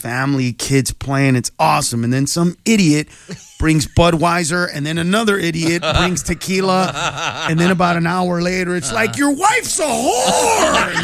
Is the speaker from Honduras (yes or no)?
yes; Honduras; yeah, but I'm not Mexican. I'm actually from Honduras.